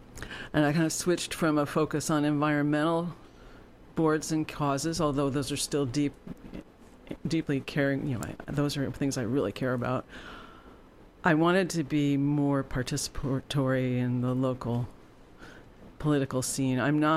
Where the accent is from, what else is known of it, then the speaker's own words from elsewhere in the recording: Los Angeles, California, United States; So I grew up in Los Angeles. I am the daughter of an editor at the LA Times.